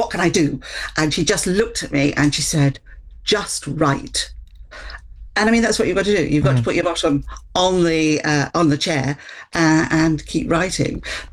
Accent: Midlands, United Kingdom; because I come from a Midlands town. I was brought up in the Midlands, and I've got three older bro

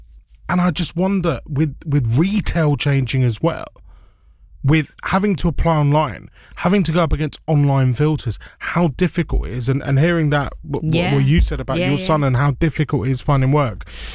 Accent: London, United Kingdom; I grew up in Wembley

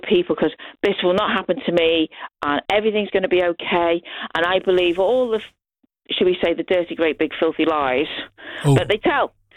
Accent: Liverpool, North West England, United Kingdom; But then again, I'm from Liverpool and we are a bit of a suspicious bunch at the best of times.

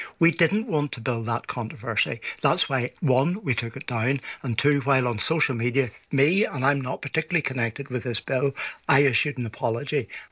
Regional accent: Carrickfergus, Northern Ireland, United Kingdom; I'm actually from Carrickfergus. I'm a former mayor of Carrickfergus

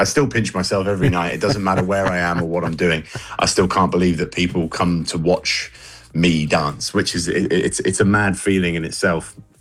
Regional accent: Southampton, South East England, United Kingdom; I'm from Southampton

